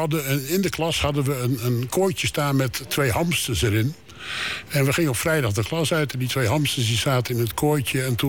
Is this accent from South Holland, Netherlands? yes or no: no; Friesland, Netherlands; En ik ben opgegroeid in Friesland.